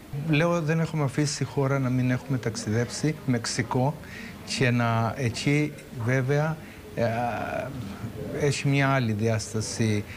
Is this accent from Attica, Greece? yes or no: no; Rethymno, Crete, Greece; now in Chania, Greece; Εγώ στα Χανιά ήρθα γιατί γνώρισα τη γυναίκα μου, τη Δέσποινα, από εδώ που είναι από τα Χανιά, γιατί εγώ είμαι από το Ρέθυμνο.